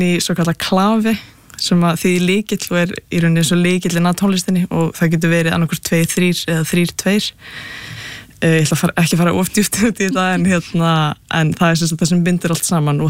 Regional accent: Capital Region, Iceland; Nei, ég er hérna, ég er ættu að vestan ég úlst upp bara hérna bara á höfburgarsvæðinu sko.

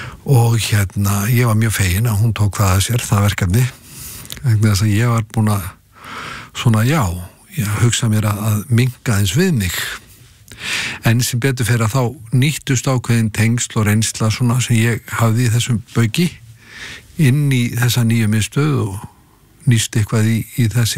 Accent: Kópavogur, Capital Region, Iceland; also born or lived in Long Island, United States; Já, já, ég eldi upp í Kópavogur.

